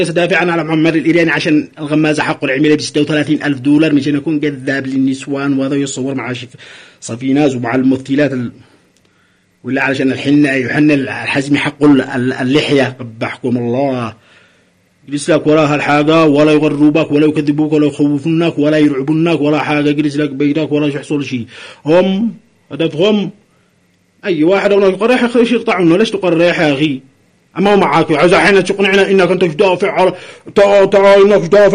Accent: Yemen; نحن مجتمع يمني متماسك، ثقافة واحدة، دين واحد، أخلاق واحدة، عادة وتقاليد كل نفس الشيء

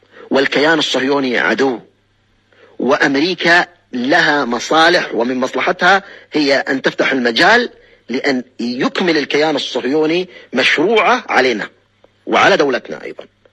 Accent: United Arab Emirates; أنا إماراتي وأتكلم على دولتي

